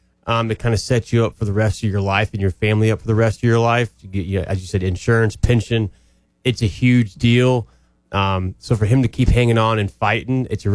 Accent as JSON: {"language": "English", "town": "Greenville", "region": "South Carolina", "country": "United States", "said": "and I'm from Greenville, South Carolina. So you know, we're kind of Carolina boys."}